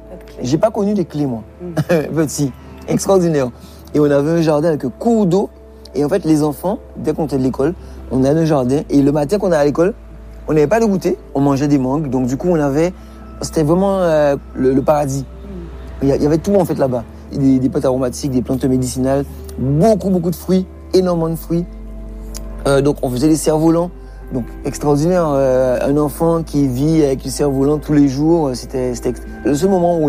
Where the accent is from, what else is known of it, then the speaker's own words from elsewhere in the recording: Guadeloupe, France; now in Paris, France; Ouais, j'ai essayé de refaire un jardin créole, mais à Paris. Mes deux parents sont haïtiens, mais moi je suis né en Guadeloupe.